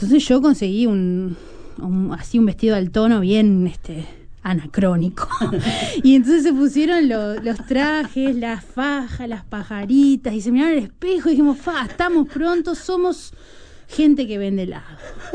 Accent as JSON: {"language": "Spanish", "region": "Rocha", "country": "Uruguay", "moved": "yes", "said": "yo soy de Rocha"}